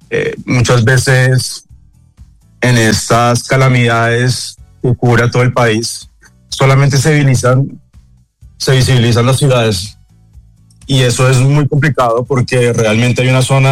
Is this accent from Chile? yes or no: no; Colombia; nos motiva a todos como colombianos